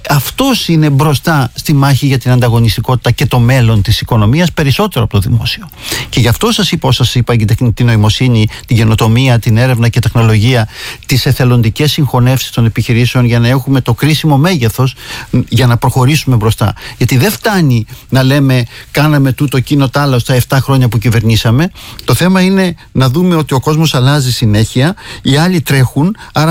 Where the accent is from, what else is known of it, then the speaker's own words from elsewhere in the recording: Greece; ως Έλληνας